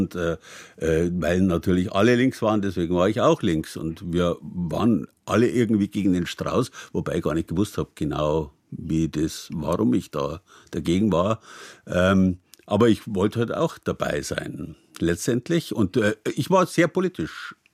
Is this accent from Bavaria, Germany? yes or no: yes; Landshut, Bavaria, Germany; weil bayerisch zu reden, das haben alle Gymnasiallehrer bei uns so gemacht. Das war bei uns in Landshut damals noch üblich.